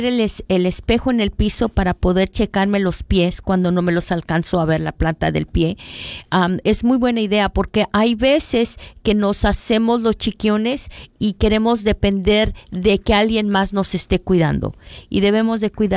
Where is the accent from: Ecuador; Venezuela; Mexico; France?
Mexico; yo sé que como mexicano